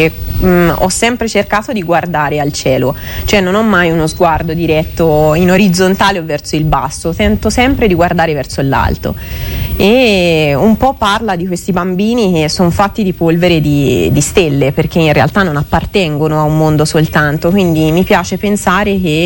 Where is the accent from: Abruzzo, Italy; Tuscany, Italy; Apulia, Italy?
Tuscany, Italy; Buonconvento; also born or lived in Siena; ho fatto la mia infanzia lì e tuttora sto lì, quindi sono rimasta lì, faccio sempre il pendolare per Arezzo